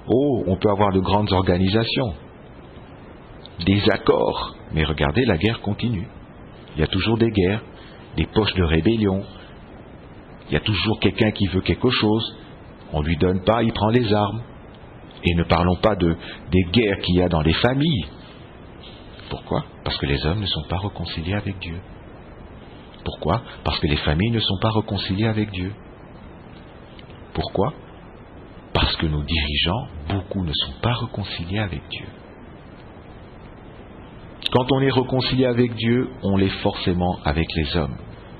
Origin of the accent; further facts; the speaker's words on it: DR Congo; C'est vrai que sur ma carte d'identité, je suis congolais.